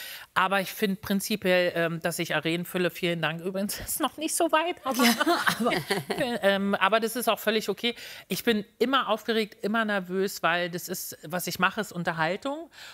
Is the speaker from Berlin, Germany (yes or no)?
yes; Berlin, Germany; Und ich dachte so, ich muss gleich raus und ich komme aus Berlin.